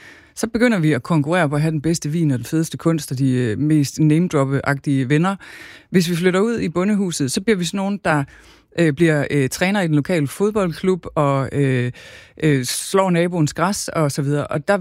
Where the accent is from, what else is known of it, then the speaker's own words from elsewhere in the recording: Zealand, Denmark; moved away as an adult; now in Kildebrønde, Denmark; i gamle dage, der var jeg søs fra Kalhave, og nu er jeg søs fra Kildebrønde. Altså, det er så tæt på, som det næsten kan blive. Jeg bor i et hus, der fuldstændig ligner det hus, jeg er vokset op i.